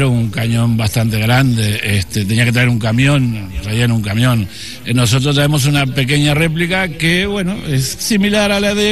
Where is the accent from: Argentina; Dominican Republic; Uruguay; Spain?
Uruguay; moved away; yo soy hijo de andaluces, pero nacido y criado en Uruguay.